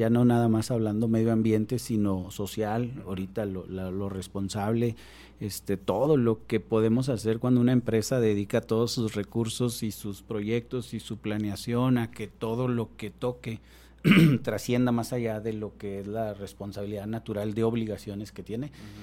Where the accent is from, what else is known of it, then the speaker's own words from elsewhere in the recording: Ciudad Juárez, Chihuahua, Mexico; ¿de dónde eres? De Juárez, ¿quieres a Juárez? Con todo el corazón.